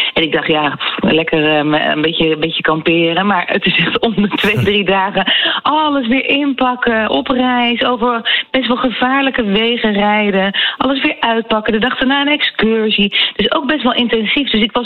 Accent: Schiedam, South Holland, Netherlands; ik ben opgegroeid in de Westlander in Schiedam, en die wonen allemaal daar in die straten daaromheen. Dus ik kom er nog best vaak.

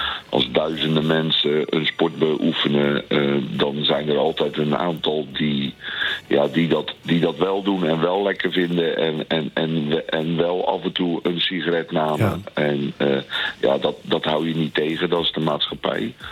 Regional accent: Schiedam, South Holland, Netherlands; Nou, ik ben geboren in Schiedam. Dus de voetbalvelden en de sportvelden waar ik geweest ben, ja, daar ben ik zelf ook als klein kind heb ik daar rondgehangen.

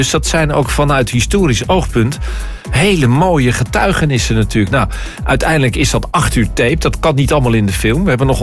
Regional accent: Rotterdam, South Holland, Netherlands; ik ben zelf geboren en getogen in Rotterdam. Ik woon bijna mijn hele leven al in Rotterdam.

